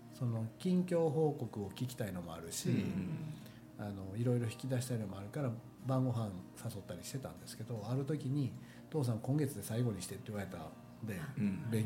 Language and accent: Japanese; Takatsuki, Osaka, Japan; 地元の高槻